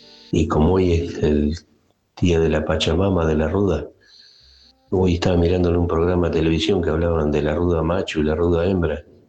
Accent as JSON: {"language": "Spanish", "region": "Buenos Aires Province", "country": "Argentina", "tie": "born there", "said": "yo me crié en el campo"}